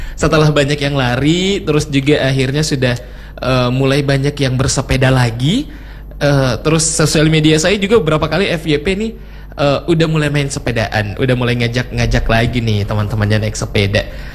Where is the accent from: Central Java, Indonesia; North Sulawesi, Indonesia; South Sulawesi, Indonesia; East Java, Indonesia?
South Sulawesi, Indonesia; Masih luwu juga, jadi masih sola lah kita ya.